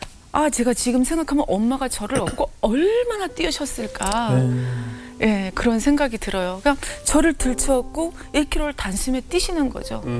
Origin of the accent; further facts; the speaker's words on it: Ganghwa, Incheon, South Korea; 저는 강화에서 태어났어요.